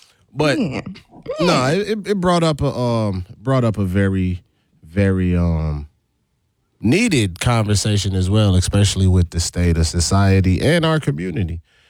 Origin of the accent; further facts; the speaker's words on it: U.S. Virgin Islands; moved away; You know, I came from the Virgin Islands and went to John Burroughs in 98. Things was very different.